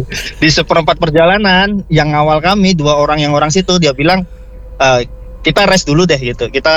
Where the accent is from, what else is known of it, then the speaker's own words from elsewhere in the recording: Java, Indonesia; moved away; saya kan besar di Jawa.